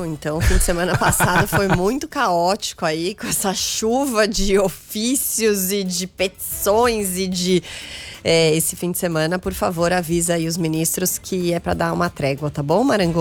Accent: Brazil; Eu tava com um grupo de amigos e a gente falava, gente, a gente é brasileiro, a gente, né, não vai cair nessa.

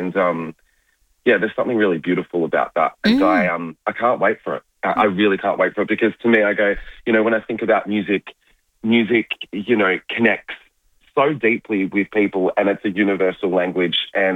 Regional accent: Melbourne, Victoria, Australia; I know I'm from Melbourne and we're known for like restaurants and so forth

